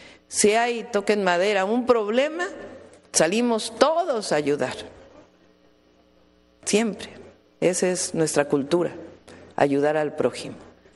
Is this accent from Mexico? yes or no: yes; Mexico; Así somos las mexicanas y los mexicanos.